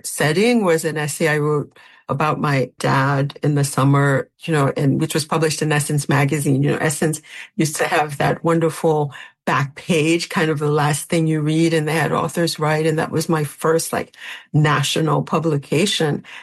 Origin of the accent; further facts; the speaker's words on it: Brooklyn, New York, United States; I wrote about my family in Brooklyn, about being Haitian American in New York for that newspaper.